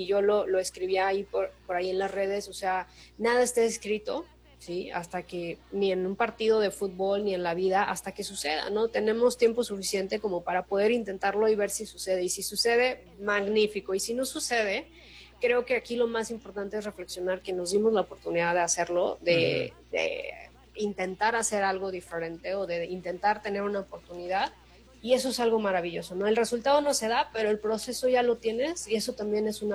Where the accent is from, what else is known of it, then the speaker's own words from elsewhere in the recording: Mexico; como mexicanos no nos derrumbamos tanto al 100%